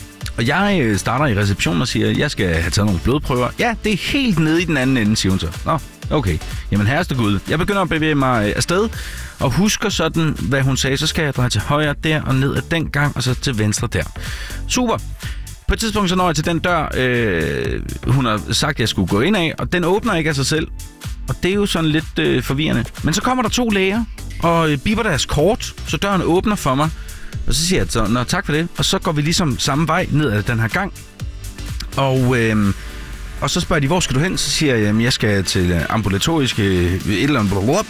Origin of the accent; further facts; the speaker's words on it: Aarhus, Central Denmark Region, Denmark; born there; jeg er født i Aarhus